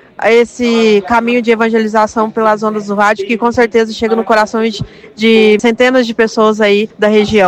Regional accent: Minas Gerais, Brazil; Nós que somos mineiros adoramos contar causos

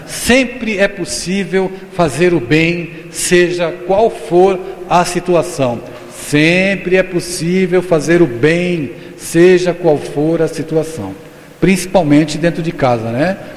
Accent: São Paulo, Brazil; now in Recife, Brazil; sou de São Paulo, então eu andava lá na Marginal Pinheiros, na Marginal Tietê

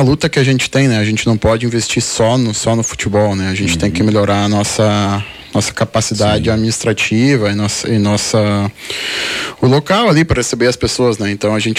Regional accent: Poço das Antas, Rio Grande do Sul, Brazil; eu sou natural de Poço das Antas, né? Me criei em Poço. Cresci no clube

